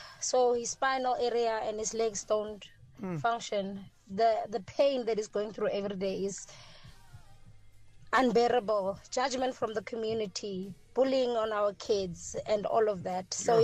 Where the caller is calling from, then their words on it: Limpopo, South Africa; speaking from Limpopo.